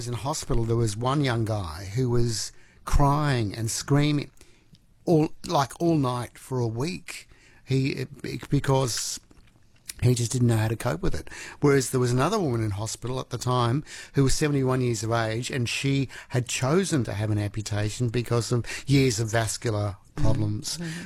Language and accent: English; Lismore, New South Wales, Australia; Growing up in Lismore, I had a cousin, Kevin, who lived over South Lismore.